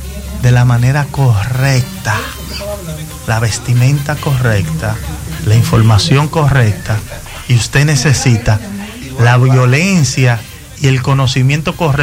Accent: Dominican Republic; Sí, somos dominicanos

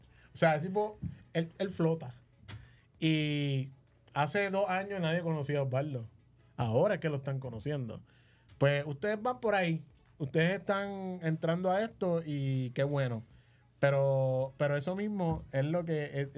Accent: San Juan, Puerto Rico; now in Bayamón, Puerto Rico; Pues yo también soy vecino de, bueno, era vecino de Atorrey, pero ahora vivo en Bayamón. Pero siempre me crié en Atorrey

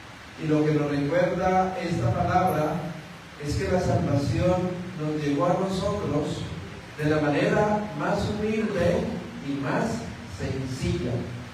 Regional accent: Colombia; moved away; En mi país, Colombia

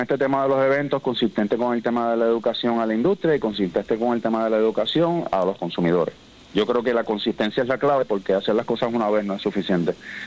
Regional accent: Puerto Rico

